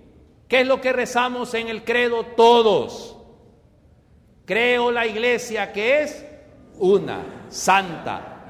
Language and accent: Spanish; Honduras; Pues yo soy hondureño.